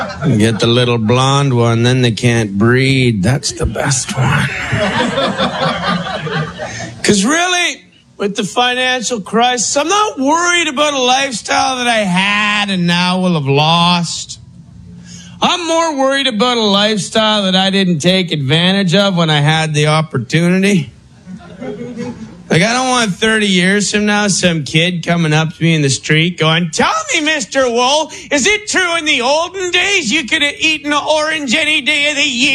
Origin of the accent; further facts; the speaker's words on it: Canada; It's my first one. I'm from Canada.